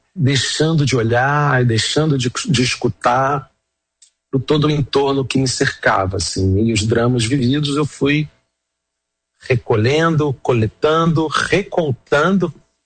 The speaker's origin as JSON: {"language": "Portuguese", "region": "Rio de Janeiro", "country": "Brazil", "tie": "born there", "said": "Eu sou carioca, nasci no Rio de Janeiro e vim ao mundo por um obstetra, o meu tio-avô."}